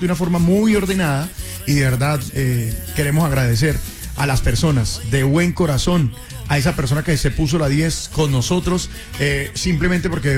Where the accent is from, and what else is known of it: Villavicencio, Meta, Colombia